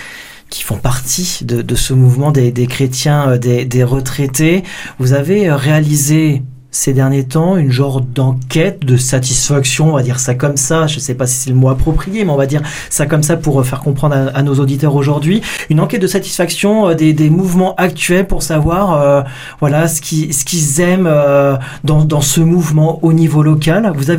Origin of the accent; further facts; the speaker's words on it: France; nous, les Français